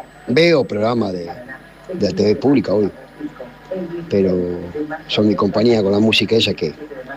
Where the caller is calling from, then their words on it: Huinca Renancó, Córdoba, Argentina; que tengan buenas tardes desde Win Carrancó.